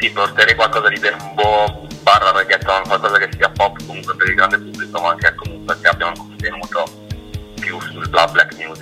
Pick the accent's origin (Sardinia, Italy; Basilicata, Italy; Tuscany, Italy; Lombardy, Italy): Sardinia, Italy; Io vengo dalla Sardegna, qua siamo veramente in tantissimo